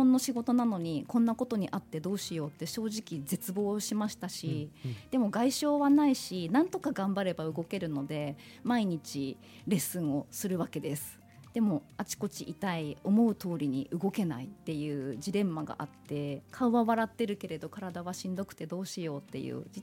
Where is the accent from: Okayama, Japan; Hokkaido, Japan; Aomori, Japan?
Hokkaido, Japan; Sapporo; 私は生まれも育ちもずっと札幌以外に住んだことがございません。